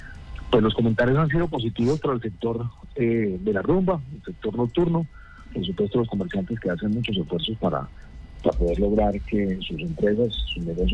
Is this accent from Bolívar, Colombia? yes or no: no; Santander, Colombia; es una fecha muy bonita para no olvidarnos de lo que somos como humangueses y como santandereanos.